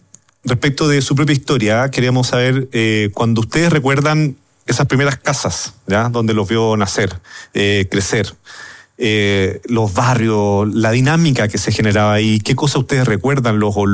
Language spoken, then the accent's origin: Spanish; Chile; nuestro devenir como chilenos y chilenas